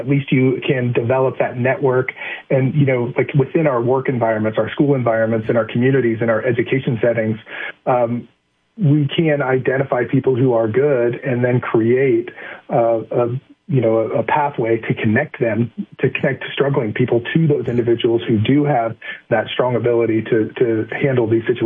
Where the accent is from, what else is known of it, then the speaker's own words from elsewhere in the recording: Midwest, United States; I'm a Midwesterner and, you know, we tend to think that it's not our business